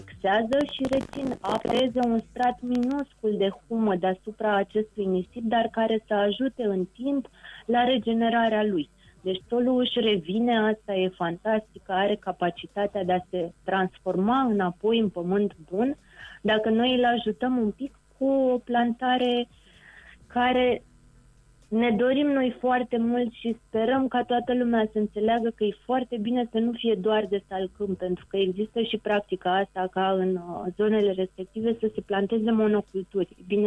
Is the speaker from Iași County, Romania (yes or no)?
no; Craiova, Dolj, Romania; sunt din Craiova